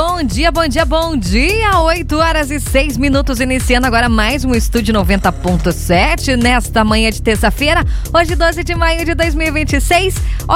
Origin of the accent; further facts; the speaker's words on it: South Region, Brazil; Moramos no Sul, somos do Sul, amamos o Sul